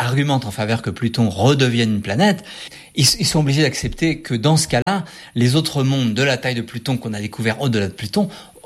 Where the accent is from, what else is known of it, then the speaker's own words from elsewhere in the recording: France; Mais bon, c'était sympa, en tant que Français, de participer à cette mission.